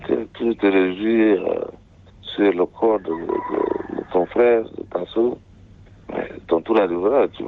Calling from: Chad; chez nous au Tchad

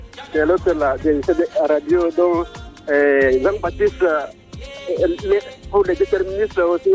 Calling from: Dingangali, Chad; chez moi, à Digangali

